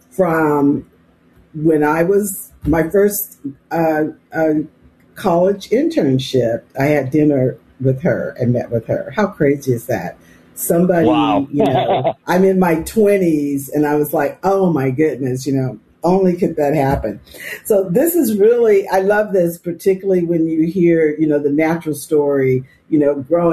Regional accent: California, United States; I'm from California, and I was in San Francisco a few months ago

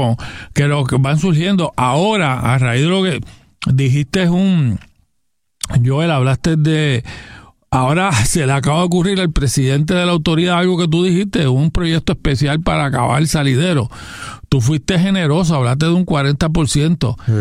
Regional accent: Gurabo, Puerto Rico; yo soy de Gurabo, y ajá, gran parte del lago Carraízo está en Gurabo

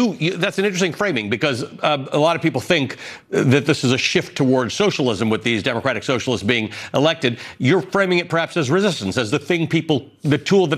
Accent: Kenya; born there; I actually am a Kenyan-born Muslim

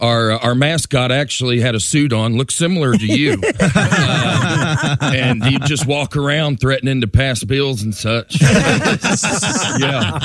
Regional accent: Harvest, Alabama, United States; now in Nashville, United States; I grew up about 12 miles outside of Huntsville, a great little place called Harvest, Alabama, which almost sounds made up.

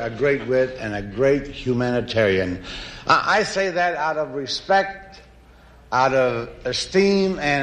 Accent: New York City, New York, United States; I'm very proud to be here because as a kid growing up in Spanish Harlem, I used to watch Muhammad Ali on TV all the time.

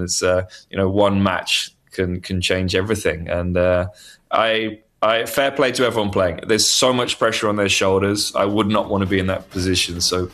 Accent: England, United Kingdom; moved away as an adult; now in United States; England because that's where I'm from

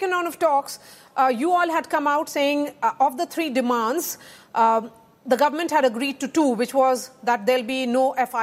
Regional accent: Bihar, India; my home state of Bihar

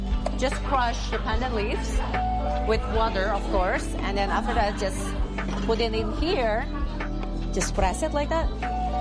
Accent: Indonesia; moved away; growing up in Indonesia, I have it in my front yard.

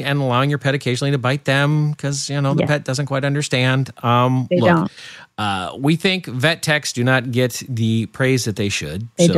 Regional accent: Nebraska, United States; born there; my home state of Nebraska

